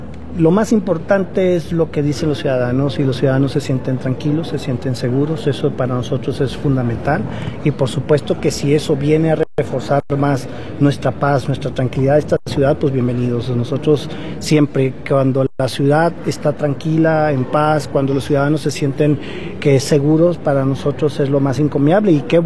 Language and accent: Spanish; Durango, Mexico; Durango, Durango, mi tierra querida.